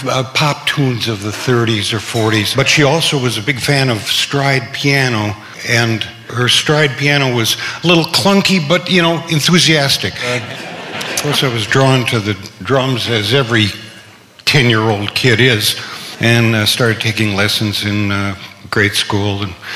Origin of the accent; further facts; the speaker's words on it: Winona, Minnesota, United States; Well, originally I'm from Winona, Minnesota.